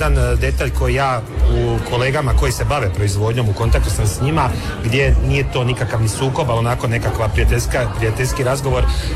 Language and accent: Croatian; Piškorevci, Osijek-Baranja County, Croatia; Ja sam iz Piškorevaca, ali sam Mikanovački zet